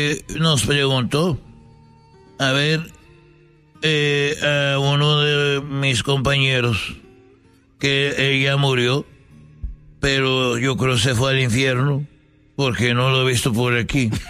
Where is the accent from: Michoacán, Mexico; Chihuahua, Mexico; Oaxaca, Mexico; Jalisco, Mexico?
Jalisco, Mexico; born there; cuando yo iba a la escuela allá en donde yo nací, en Jalisco